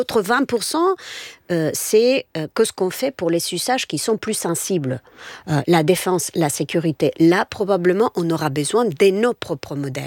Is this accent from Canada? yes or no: no; Spain; y inclus ici en France, y inclus chez moi en Espagne.